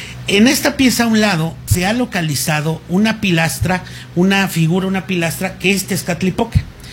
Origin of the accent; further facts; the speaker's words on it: Tula de Allende, Hidalgo, Mexico; nosotros somos de aquí de Tula